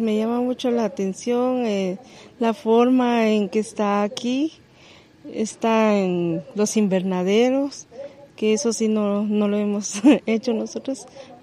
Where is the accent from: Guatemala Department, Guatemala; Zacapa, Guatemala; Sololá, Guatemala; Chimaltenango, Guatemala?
Guatemala Department, Guatemala; San Juan Sacatepéquez; vengo de San Juan, Zacatepeques.